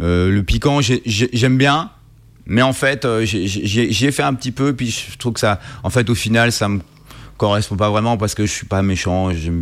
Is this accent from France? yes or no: yes; France; moi je suis français